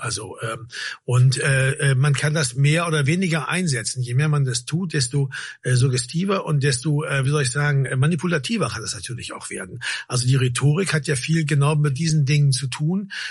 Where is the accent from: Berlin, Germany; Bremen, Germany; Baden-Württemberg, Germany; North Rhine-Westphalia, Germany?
Bremen, Germany; als ich klein war, in der Neuen Pfarr, wo ich aufgewachsen bin. Da war am Ende der Straße, am Wendehammer, war die Christuskirche.